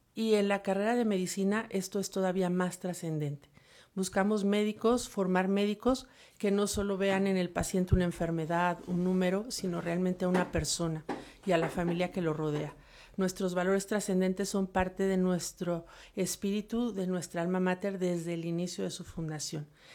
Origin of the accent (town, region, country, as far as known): Mexico